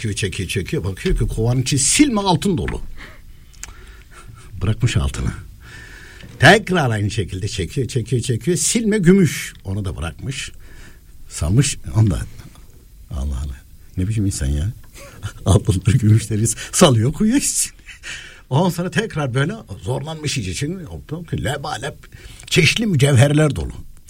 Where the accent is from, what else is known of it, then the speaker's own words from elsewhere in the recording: Anatolia, Turkey; born there; Şimdi Anadolu'da var hala öyle kuyular. Çünkü benim köyümde de vardı öyle kuyu.